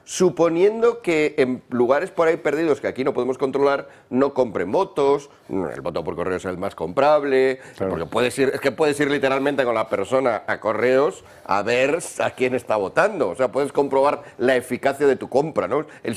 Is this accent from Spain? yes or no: yes; Spain; los que somos originarios de España estamos más vinculados con España